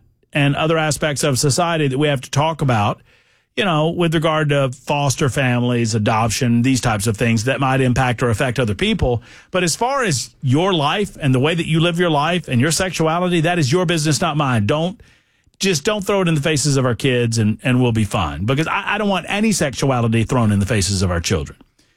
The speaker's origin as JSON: {"language": "English", "town": "Thomson", "region": "Georgia", "country": "United States", "tie": "born or raised there", "said": "we grew up in Thompson, Georgia, T-H-O-M-S-O-N, no P in Thompson, which is, you know, Georgia is Coca-Cola country."}